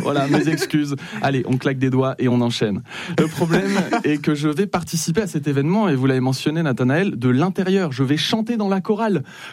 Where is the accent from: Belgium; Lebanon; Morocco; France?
France; Metz, Grand Est; now in Paris, France; Parce que oui, j'ai grandi à Metz